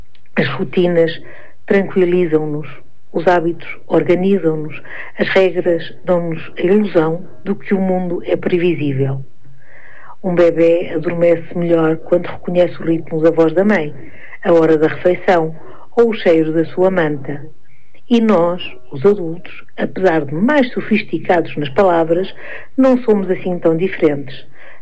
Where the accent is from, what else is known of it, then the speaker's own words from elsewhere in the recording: Guarda, Portugal; also born or lived in Germany; Sou portuguesa, nascida e criada em Portugal, numa família tradicional, da guarda. Cresci com referências muito próprias sobre o que era o normal, o adequado ou o aceitável. Mas quando vivi na Alemanha